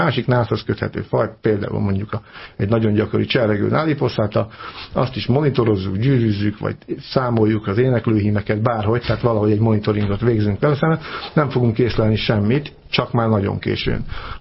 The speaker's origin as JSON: {"language": "Hungarian", "country": "Hungary", "tie": "born or raised there", "said": "amikor még én kisgyerekként Rócsán úgymond gyerekeskedtem"}